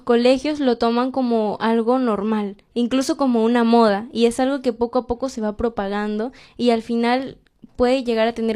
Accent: Villa El Salvador, Lima, Peru

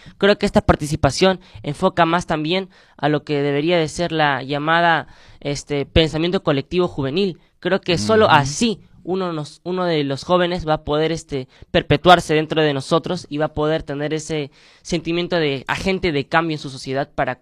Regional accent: Peru

